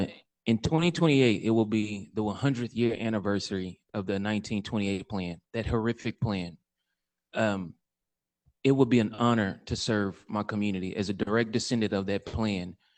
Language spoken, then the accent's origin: English; Austin, Texas, United States; My great-grandmother bought her home in 1931. I was raised in East Austin. I'm from here.